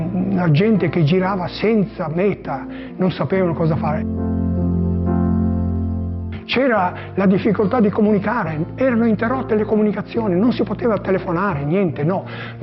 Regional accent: Resia, Friuli-Venezia Giulia, Italy; moved away; Sono originario del Friuli, Osaco di Resia, una vallata bellissima nell'estremo nord-est del Friuli.

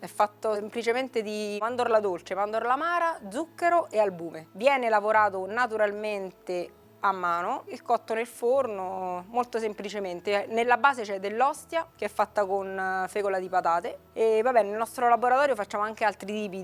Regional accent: Guarcino, Lazio, Italy; È il mio paese

